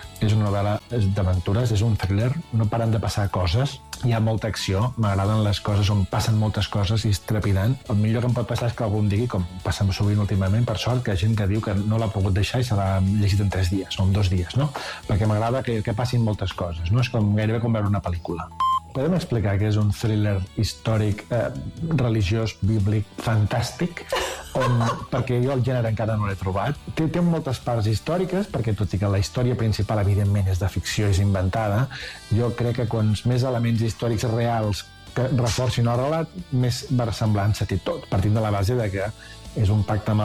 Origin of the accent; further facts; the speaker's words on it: Catalonia, Spain; jo soc català